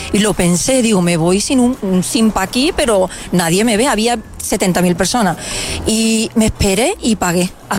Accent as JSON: {"language": "Spanish", "town": "Málaga", "region": "Andalusia", "country": "Spain", "said": "Y la toalla de la playa, que nosotros somos de Málaga, ahí el ejemplo de la toalla es genial."}